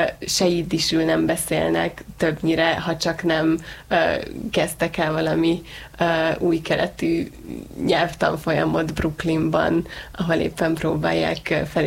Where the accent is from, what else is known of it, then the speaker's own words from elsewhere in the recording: Hungary; én így próbáltam beépülni a fiatal zsidó közösségekbe Amerikában, és megtudták, hogy Magyarországról jövök